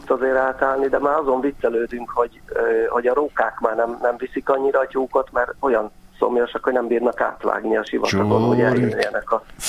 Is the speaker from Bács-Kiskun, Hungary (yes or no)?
yes; Bács-Kiskun, Hungary; Persze, hát én a homokhátságon nőttem föl, csak akkor még kevesebb volt.